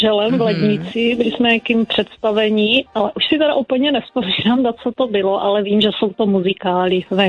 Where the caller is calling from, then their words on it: South Moravian Region, Czechia; Pocházím od Moravského Krumlova.